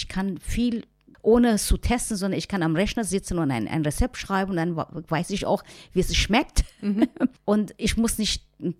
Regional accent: Iran; German is a second language; now in Germany; wenn ich als Iranerin darauf verzichten muss, wo es ist mein Herzblut, meine Verwandten, meine Mutter ist

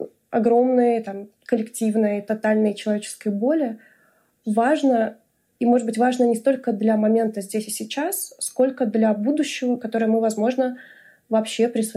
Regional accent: Omsk, Omsk Oblast, Russia; moved away as an adult; also born or lived in Moscow; now in Spain; Из России, ну да, я из России. Я из Омска или из Москвы. Жила я всю жизнь в Омске, потом жила в Москве. И уже из Москвы уехала в Грузию.

